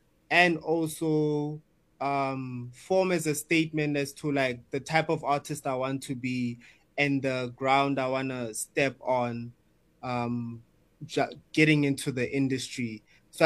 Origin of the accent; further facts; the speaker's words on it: Bethlehem, Free State, South Africa; now in Johannesburg, South Africa; So I came from Bethlehem, like in the Free State, and I moved to I had recently just moved to Joburg